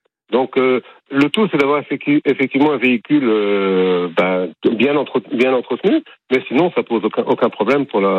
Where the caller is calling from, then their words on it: Lannion, Brittany, France; J'habite en Bretagne, à Lannion.